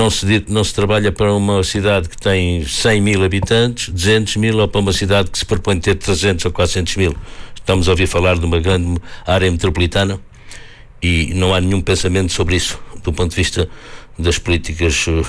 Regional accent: Santarém, Portugal; now in Braga, Portugal; E, portanto, eu sou de Santarém, num percurso de vida, mas também sou de muitos outros sítios. Estou em Braga, mas também estou noutros sítios

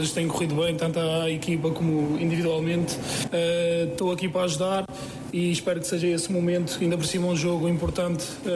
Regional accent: Portugal; e sendo português, e a mentalidade que nós temos é sempre ser os melhores

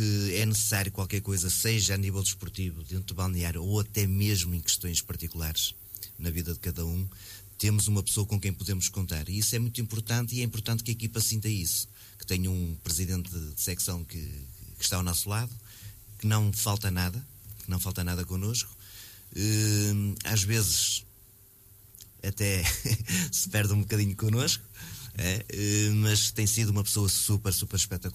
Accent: Paredes, Porto, Portugal; É claro que a minha terra é o Paredes, não é? O meu clube é Paredes.

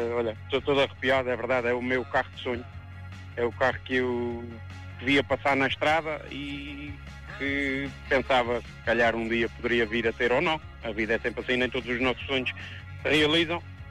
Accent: Santa Maria, Azores, Portugal; Sou daqui, nasci aqui

